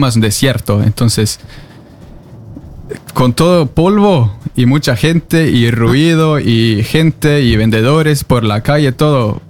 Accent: Trondheim, Trøndelag, Norway; Spanish is a second language; soy de Trondheim. Yo soy noruego que hago contenido sobre Perú.

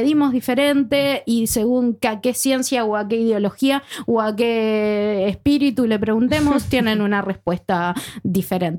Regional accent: Uruguay; Aunque yo como uruguaya y mi papi como ingeniero agrónomo siempre me dice que la nuestra es mucho mejor.

